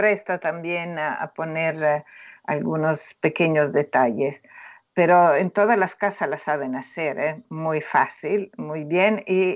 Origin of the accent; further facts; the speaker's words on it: Milan, Lombardy, Italy; Soy de Lombardía, de Milán.